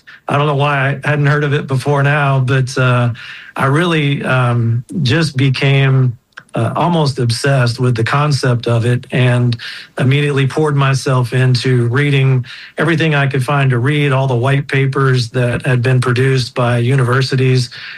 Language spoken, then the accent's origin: English; Midwest, United States; so I'm from the Midwest